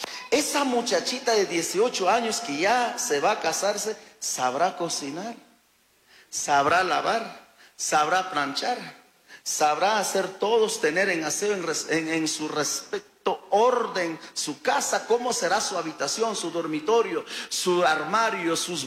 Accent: Chimborazo, Ecuador; yo soy de Cacha

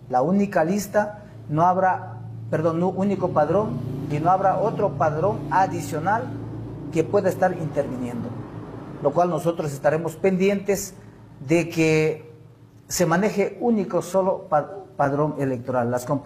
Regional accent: Sevilla Don Bosco, Morona Santiago, Ecuador; Y como sevillanos ya tenemos ya los candidatos oficiales

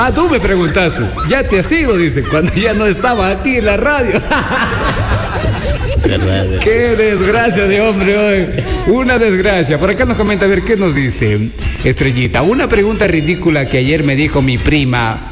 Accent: Ecuador; Y así creo que somos todos los ecuatorianos

